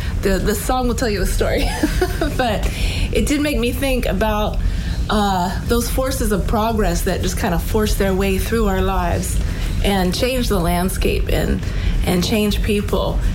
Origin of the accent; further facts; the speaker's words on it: Helena, Montana, United States; my hometown of Helena, Montana.